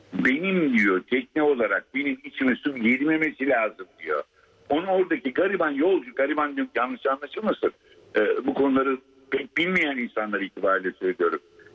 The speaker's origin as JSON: {"language": "Turkish", "region": "Istanbul", "country": "Turkey", "tie": "born or raised there", "said": "Ben Alman ekolünde büyüdüm, İstanbul'da istediğim ben."}